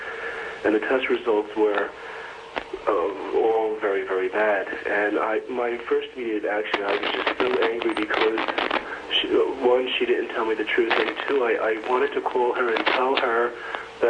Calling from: New Jersey, United States; I'm calling from New Jersey.

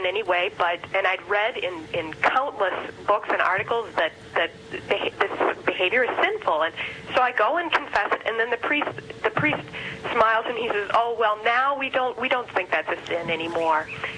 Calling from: Milwaukee, Wisconsin, United States; I'm from Milwaukee, Wisconsin.

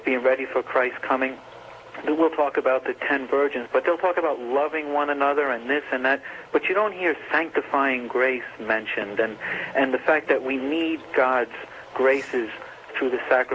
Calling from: Rockaway, New Jersey, United States; I'm calling from a hospital in Rockaway, New Jersey right now.

